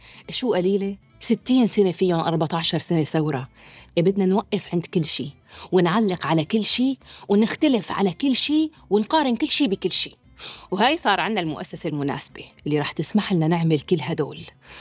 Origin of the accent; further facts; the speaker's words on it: Syria; هلأ نحن كشعب سوري شلون بدنا نعمل رقابة على أداء الحكومة على عمل الوزراء؟